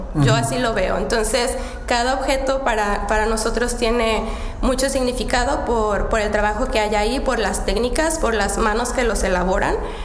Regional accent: Mexico; también en especial cuando saben que soy mexicana.

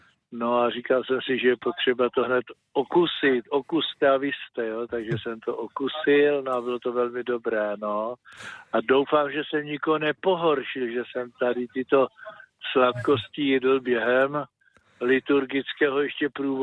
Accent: Moravské Budějovice, Vysočina Region, Czechia; Já to říkám, protože taky jsem tady doma, to je moje rodiště, já jsem absolvent stejného gymnázia v Moravských Budějovicích jako pater Bula

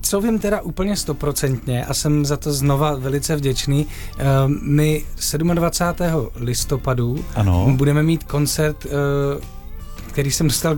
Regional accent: Třinec, Moravian-Silesian Region, Czechia; jsme to zkusili u nás v Třinci, protože já jsem z Třince

